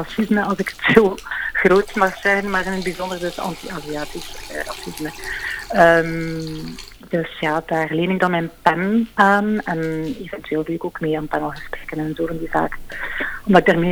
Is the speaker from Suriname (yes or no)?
no; Belgium; born there; Ik ben Chinees-Indonesische-Belgische. Ik ben geboren in België.